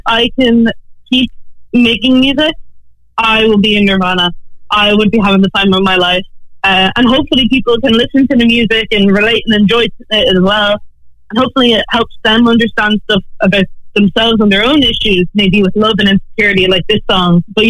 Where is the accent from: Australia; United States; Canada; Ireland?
Ireland